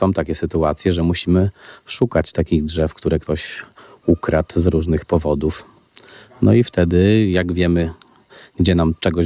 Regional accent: Szydłowiec, Masovian Voivodeship, Poland; byłem u dziadków w lesie, można powiedzieć, którzy mieszkali na mojej wiosce pod Szydłowcem. I tam spędzałem wakacje, ferie i od dziecka robiliśmy z bratem włóczyć się po lesie z dziadkami

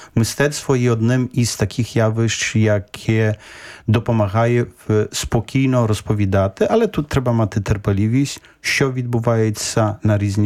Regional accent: Poland; ми, поляки

